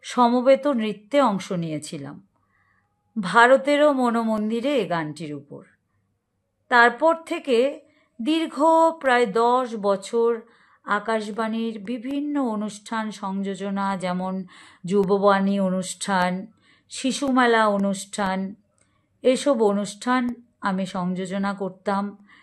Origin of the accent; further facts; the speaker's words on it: Belonia, Tripura, India; moved away as an adult; now in Kolkata, India; আমার বাবার বাড়ি বিলোনিয়া আমলাপাড়ায়। বিবাহ সূত্রে আমি এখন কলকাতার বাসিন্দা, বিলোনিয়া আমার প্রাণের শহর।